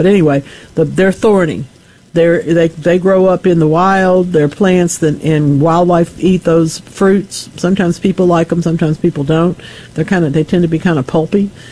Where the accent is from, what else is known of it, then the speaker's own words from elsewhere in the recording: United States; He was the president of the school board in my hometown. Remember, we're sitting in front of the Ouachita River today. That's where he brought me up.